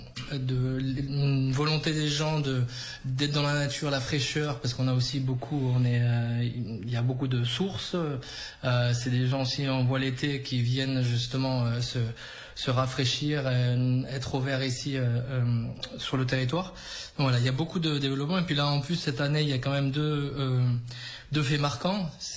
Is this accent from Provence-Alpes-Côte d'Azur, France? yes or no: yes; Avignon, Provence-Alpes-Côte d'Azur, France; born there; moved away as an adult; also born or lived in Lille / Spain / Brazil / Belize; now in Bédarieux, France; Alors, je suis d'origine d'Avignon. Enfin, je suis né à Avignon.